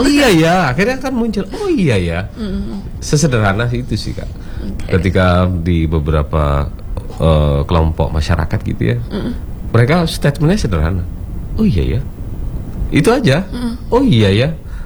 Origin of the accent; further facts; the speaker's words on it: Pesanggeran, East Java, Indonesia; karena saya pernah coba sih Kak, di desa saya sendiri, di desa Pesanggeran itu saya masih ingat tahun 2009 saya udah ngomongin hal-hal begini nih